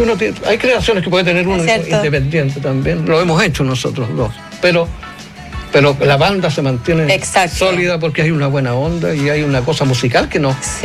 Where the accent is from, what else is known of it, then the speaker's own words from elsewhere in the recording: Chile; Los chilenos tenemos mucho de eso